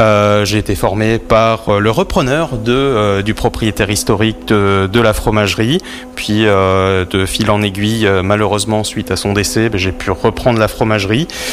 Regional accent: Saint-Pourçain-sur-Sioule, Auvergne-Rhône-Alpes, France; Je suis originaire de Saint-Pourçain, j'ai vu le vignoble Saint-Pourçinois se développer

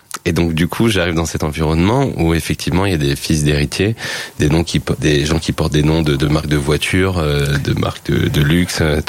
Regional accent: Île-de-France, France; moved away; je venais de Seine-Saint-Denis

